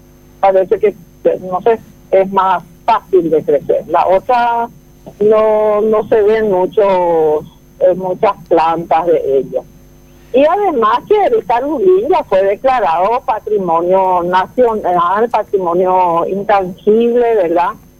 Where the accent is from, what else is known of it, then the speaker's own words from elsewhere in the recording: Paraguay; como paraguayos, ya cuando hablamos de paraguayos, ya hablamos de un mestizaje